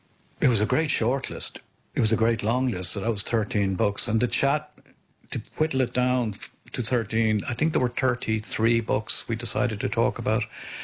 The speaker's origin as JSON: {"language": "English", "country": "Ireland", "said": "We were both in a little way outsiders being Irish"}